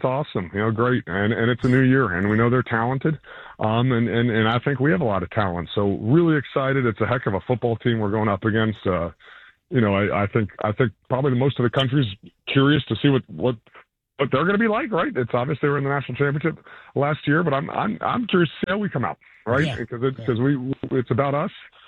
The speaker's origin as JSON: {"language": "English", "town": "Houston", "region": "Texas", "country": "United States", "also_born_or_lived": "Stanford, California", "said": "I was a kid from Houston, Texas. I had no idea what Bay Area means. Came out to Stanford in like 2008."}